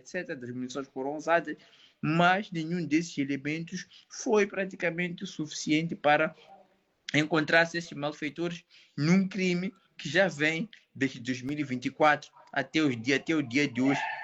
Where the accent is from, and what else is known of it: Mozambique